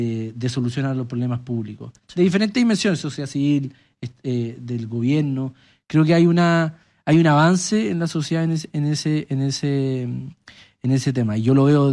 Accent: Colbún, Maule, Chile; Yo vengo de una familia que está muy metida en lo público, desde chicos, desde mis papás. Yo soy de Colbún, mis papás también de Talca

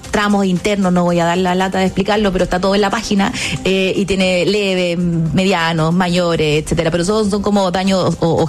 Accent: Valparaíso, Chile; yo tengo que poner un punto acá porque claro, yo soy de Valparaíso, entonces estamos acostumbrados también a tener reconstrucciones asociadas

